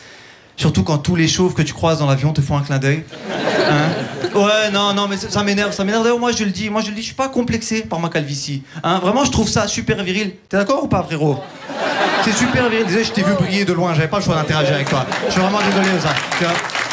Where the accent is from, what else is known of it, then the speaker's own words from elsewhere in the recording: Turkey; Non, sérieusement, ouais, non, je suis turc, mais je sais pas si vous l'aviez deviné comme ça.